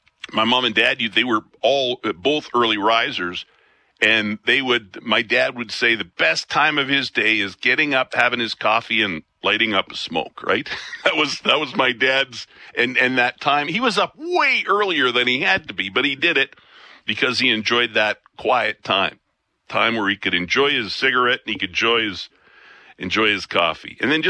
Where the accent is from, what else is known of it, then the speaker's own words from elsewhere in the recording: Picture Butte, Alberta, Canada; I grew up in Picture Butte, Alberta. A lot of sugar beets around there. Had a sugar beet factory back in the day.